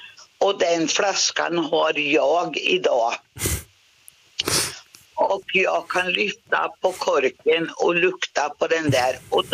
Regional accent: Östergötland, Sweden; Jag är från Tåkern, okay. Omberg.

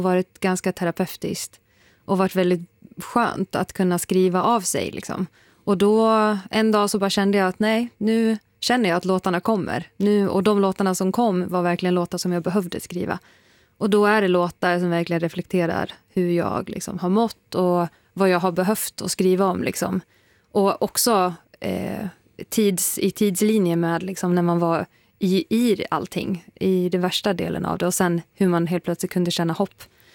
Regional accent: Dalarna County, Sweden; Det är skönt att vara hemma, hemma i Dalarna.

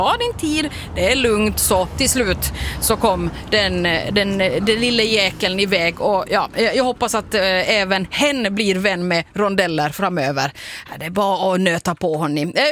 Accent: Finland; när jag var hemma i Finland i somras

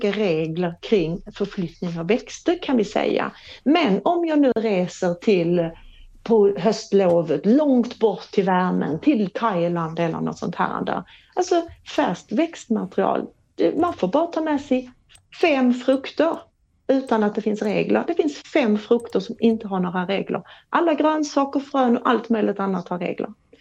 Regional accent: Skåne, Sweden; Och jag är ju uppväxt i Skåne med stora fantastiska almar.

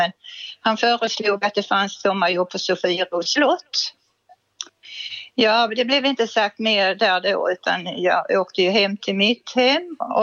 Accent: Småland, Sweden; Annars hade jag väl stannat kvar hemma i Småland, för jag kommer från Småland.

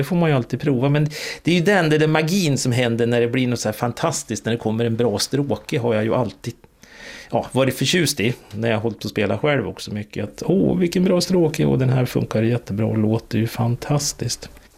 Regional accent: Jämtland County, Sweden; Nej, för det första jag är uppvuxen i Jämtland, så där hade ju alla älghorn hemma i garaget.

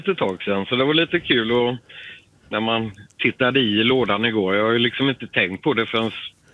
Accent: Vetlanda, Jönköping County, Sweden; moved away as an adult; now in Gothenburg, Sweden; flytt från Vetlanda till Göteborg, för jag kommer från Vetlanda, Småland.

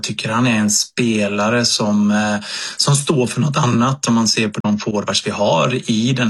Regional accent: Sweden; Som svensk

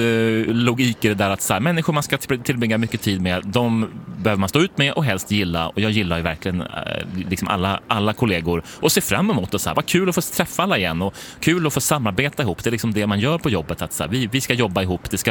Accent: Stockholm, Stockholm County, Sweden; now in Gävle, Sweden; Jag är från Stockholm liksom, och har flyttat hit för ganska många år sedan nu.

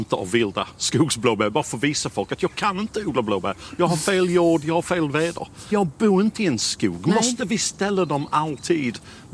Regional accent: England, United Kingdom; Swedish is a second language; now in Sweden; För att jag tänkte när jag var fortfarande engelsman. Nu är jag skåning i alla fall. Jag tror att jag blir svensk också.

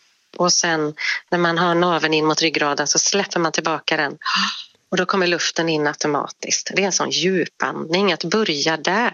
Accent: Borås, Västra Götaland County, Sweden; Så vi är ju från Borås, vet du, så vi håller ju hårt i vår textila tradition

